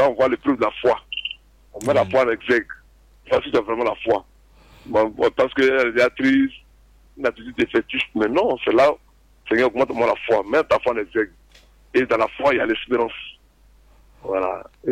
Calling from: Toumodi, Bélier, Côte d’Ivoire; Oui, depuis Toumoudi. Je suis à Toumoudi.

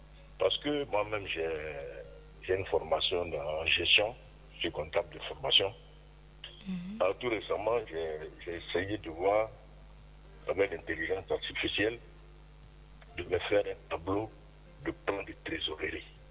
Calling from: Abidjan, Côte d’Ivoire; Je appelle de Yopougon.

